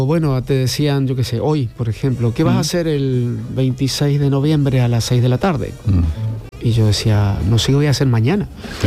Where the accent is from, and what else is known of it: Córdoba, Argentina; born there